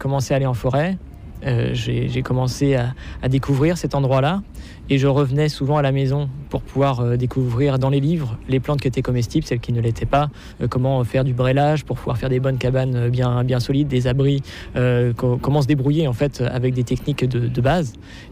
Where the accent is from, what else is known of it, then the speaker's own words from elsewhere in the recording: Normandy, France; chez moi en Normandie il neige pas